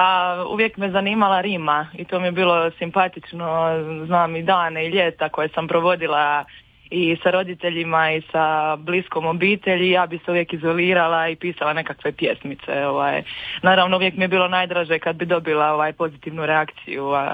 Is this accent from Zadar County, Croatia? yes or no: no; Dubrovnik, Dubrovnik-Neretva County, Croatia; Dubrovnik je ipak mjesto, odnosno moj rodni grad, jeli, iz kojeg sam proizašla sa svim tim idejama kao dijete